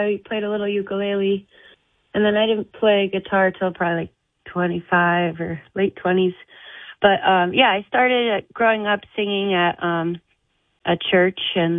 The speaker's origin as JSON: {"language": "English", "region": "New York", "country": "United States", "said": "Yeah, so I'm from Western New York. I'm from a suburb of Rochester, New York."}